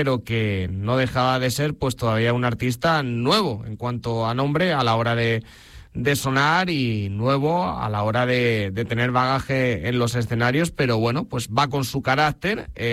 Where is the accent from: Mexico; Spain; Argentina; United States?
Spain; Castilla-La Mancha; que él es muy canario, yo soy muy manchego, todos somos muy españoles